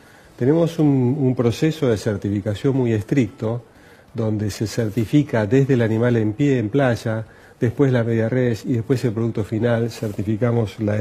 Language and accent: Spanish; Argentina